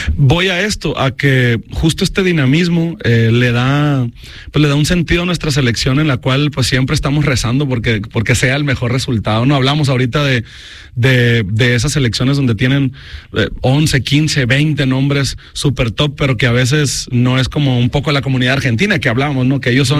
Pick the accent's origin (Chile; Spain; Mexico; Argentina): Mexico; nosotros siempre como mexicanos estamos